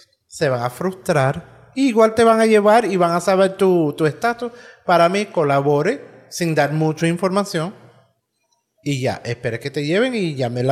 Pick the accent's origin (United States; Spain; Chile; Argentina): United States; born there; first language English; Spanish is a second language; Yo nací aquí.